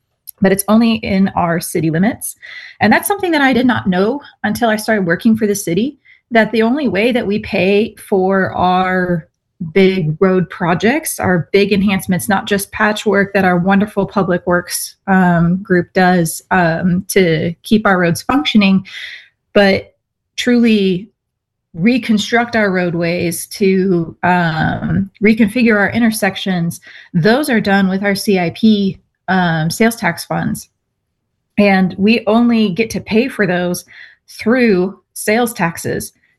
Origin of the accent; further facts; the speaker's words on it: Frisco, Texas, United States; born there; moved away as an adult; now in Edmond, United States; I'm from Frisco, Texas, and I moved to Frisco with my family in 2000, whenever it was still very much, we moved there to move into the country.